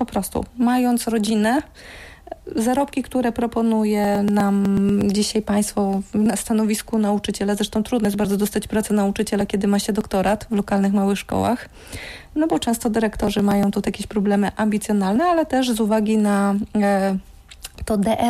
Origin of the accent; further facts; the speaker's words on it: Lower Silesian Voivodeship, Poland; jestem Polką, dolnoślązaczką, urodziłam się w Górach Sowich, z którym jestem bardzo mocno związana, bardzo doceniam to, że urodziłam się w domu rolników, że od dziecka miałam bliski kontakt z naturą